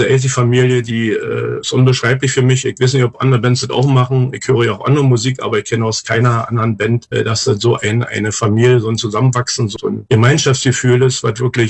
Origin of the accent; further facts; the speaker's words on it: East Germany, Germany; born there; Ich bin in Ostdeutschland geboren, an der Grenze zu Berlin.